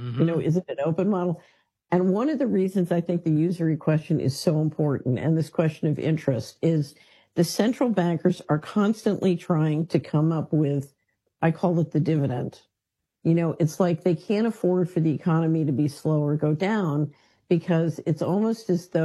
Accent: Philadelphia, Pennsylvania, United States; I grew up in West Philadelphia.

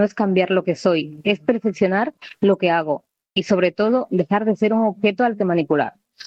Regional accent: Murcia, Region of Murcia, Spain

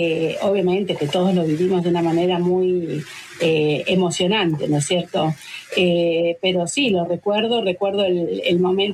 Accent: Spain; now in Argentina; Yo me doy cuenta porque, mira, yo vengo de España, vamos de siempre de vacaciones, y estuvimos con un conocido de mi esposo de Tucumán.

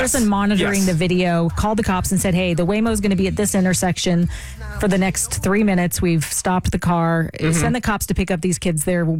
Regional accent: Los Angeles, California, United States; I grew up

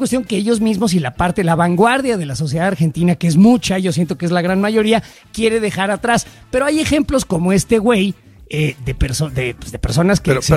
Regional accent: Mexico City, Mexico; yo soy del Barrio Bravo de San Ángel

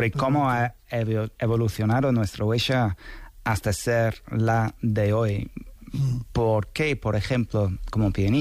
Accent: Spain; also born or lived in London; Bueno, en mi caso no, soy español, pero nacido en Londres.

